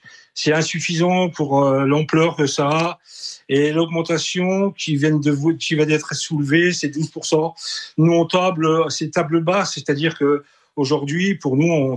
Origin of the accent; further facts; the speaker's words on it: Grand Est, France; parce que moi, je suis de la Lorraine, il n'y a pas beaucoup plus de fréquentation.